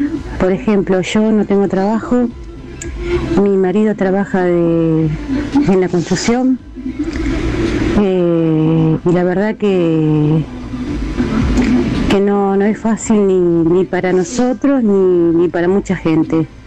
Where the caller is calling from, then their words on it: Casilda, Santa Fe, Argentina; yo acá en el barrio, yo vivo en Nueva Roma B